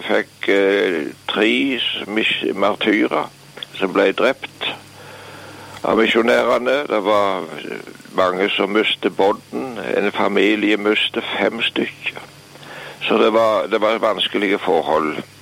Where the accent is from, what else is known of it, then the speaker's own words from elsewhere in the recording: Varhaug, Rogaland, Norway; Men jeg husker hjemme på Varhaus